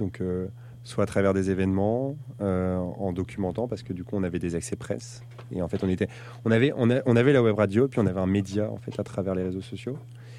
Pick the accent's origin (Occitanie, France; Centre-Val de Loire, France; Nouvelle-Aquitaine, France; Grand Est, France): Grand Est, France; Metz; born or raised there; also born or lived in Soissons / Saint-Quentin